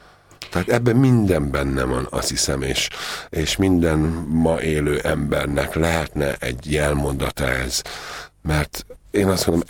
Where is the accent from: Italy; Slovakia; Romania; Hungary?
Hungary; Nagymaros, Pest; born there; Nagymaroson, ahol én is születtem